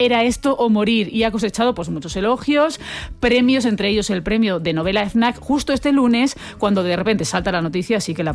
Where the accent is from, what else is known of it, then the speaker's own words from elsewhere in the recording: Valencia, Valencian Community, Spain; now in Madrid, Spain; la ciudad de Valencia, de donde soy yo, Valencia